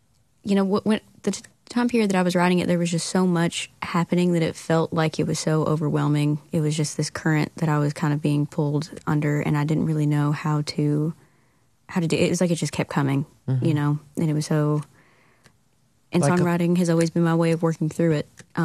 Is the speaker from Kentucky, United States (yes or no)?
yes; Kentucky, United States; She's from Tennessee. I'm from Eastern Kentucky.